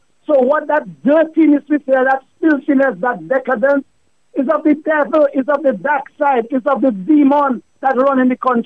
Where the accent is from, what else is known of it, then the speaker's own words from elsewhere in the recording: Roseau, Saint George, Dominica; My brother, I grew up in Roseau, you know.